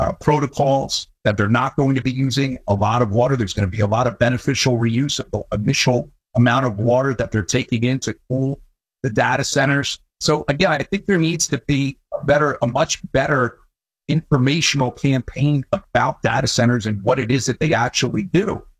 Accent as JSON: {"language": "English", "town": "Vineland", "region": "New Jersey", "country": "United States", "tie": "born or raised there", "said": "Yes, it's in my hometown of Vineland."}